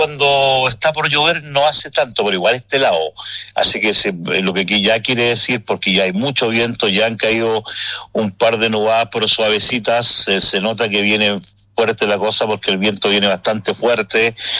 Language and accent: Spanish; Chile